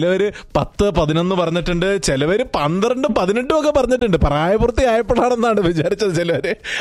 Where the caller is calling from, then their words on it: Bur Dubai, Dubai, United Arab Emirates; ഇത് ഞാൻ വിളിക്കുന്നത് ബർദുബായിൽ നിന്നാണ്.